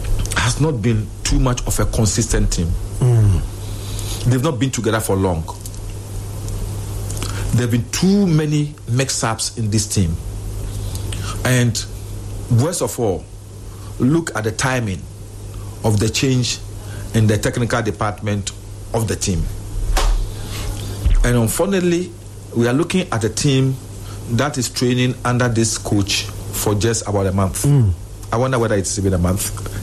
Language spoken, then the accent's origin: English; Ghana; I'm a Ghanaian.